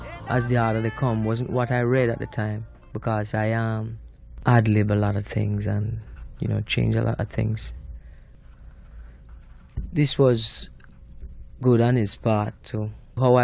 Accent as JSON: {"language": "English", "town": "Somerton", "region": "Saint James Parish", "country": "Jamaica", "said": "I was born in St. James, which is like the western part of the island, near to where all the tourists would go, which is Montego Bay. I was born near there."}